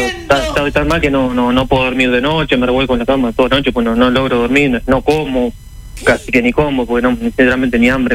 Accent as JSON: {"language": "Spanish", "country": "Uruguay", "tie": "born or raised there", "moved": "yes", "lives_now": "Colonia Nicolich, Uruguay", "said": "Yo soy de San Diego, de Durán."}